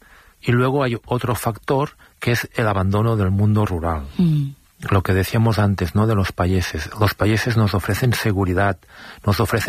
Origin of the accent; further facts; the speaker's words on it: Catalonia, Spain; Ayer mismo, al lado de mi pueblo, fui a apagar un incendio en el municipio de Subirats.